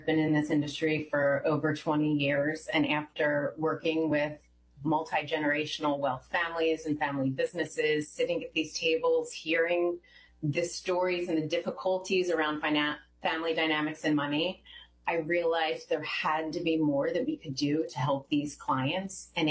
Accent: Havertown, Pennsylvania, United States; Havertown, PA.

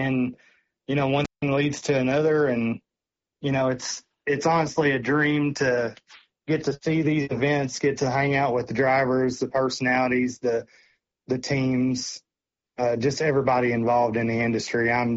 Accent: Kentucky, United States; Growing up in Western Kentucky, I think, Richard Manningham was always a guy that traveled quite a bit.

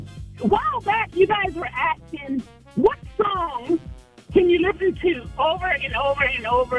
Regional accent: Brooklyn, New York, United States; Don't think New York is all hip-hoppers because, you know, and I'm from the city. I'm from Brooklyn.

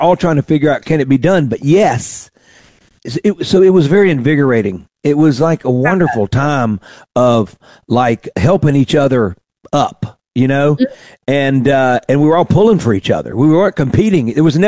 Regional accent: the South, United States; also born or lived in Nashville, Tennessee

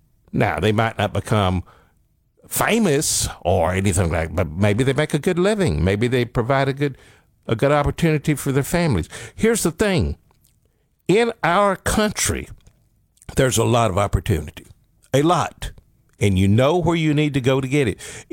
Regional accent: Alabama, United States; I grew up in Northeast Alabama on a mountain.

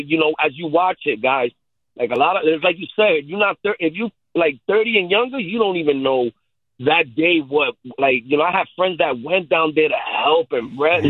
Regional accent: New York, United States; Because, you know, as a New Yorker, I didn't really go in much.

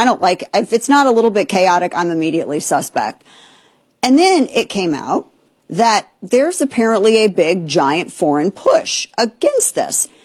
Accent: Festus, Missouri, United States; This happened in my hometown of Festus, Missouri.

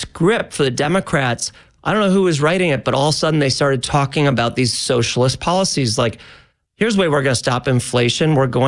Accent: Chicago, Illinois, United States; So yeah, I grew up in Chicago. I was just your basic pragmatic Chicago liberal.

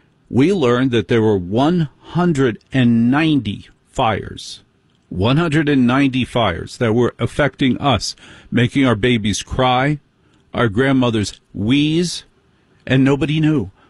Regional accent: New Jersey, United States; I'm from Jersey.

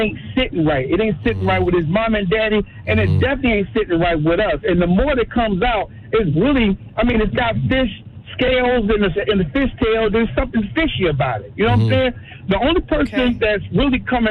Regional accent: Mississippi, United States; moved away; I'm on the south side, baby boy, on the south side. And I'm from Mississippi originally

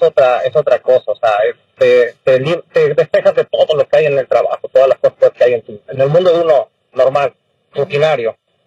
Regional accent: Mexico; pues hasta donde nos da de fútbol a nosotros como mexicanos, ¿no?

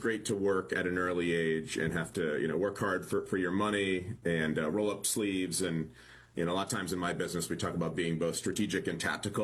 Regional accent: Rocky Hill, Connecticut, United States; from Rocky Hill, Connecticut, just south of Hartford.

